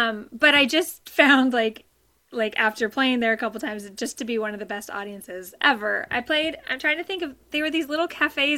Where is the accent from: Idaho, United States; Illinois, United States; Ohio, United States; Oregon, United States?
Oregon, United States; Port Orford; I'm from Port Orford, Oregon, which is just an hour north of the border